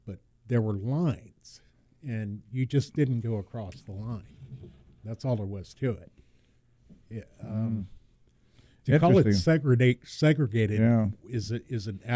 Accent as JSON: {"language": "English", "town": "Reno", "region": "Nevada", "country": "United States", "tie": "born or raised there", "said": "Reno, Nevada."}